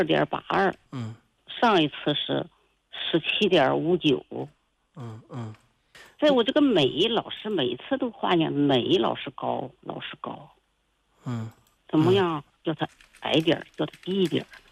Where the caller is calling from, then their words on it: Qingdao, Shandong, China; 我是青岛的。